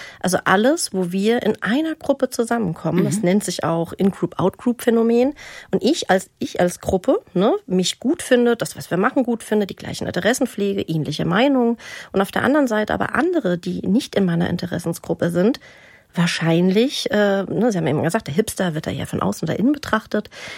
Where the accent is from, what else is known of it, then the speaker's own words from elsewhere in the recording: Frankfurt, Hesse, Germany; Ich bin Frankfurterin